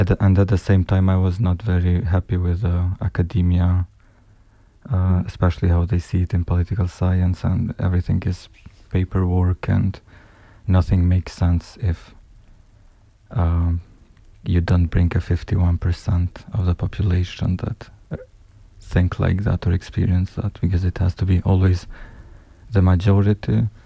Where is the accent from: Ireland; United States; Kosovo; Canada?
Kosovo; moved away as an adult; now in Zurich, Switzerland; I come from Kosovo. And since almost 3 years now, I'm based in Zurich